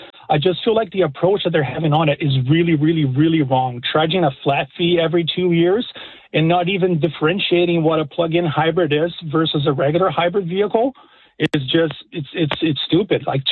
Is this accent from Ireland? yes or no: no; Brazil; now in Nova Scotia, Canada; Well, I'm from Brazil originally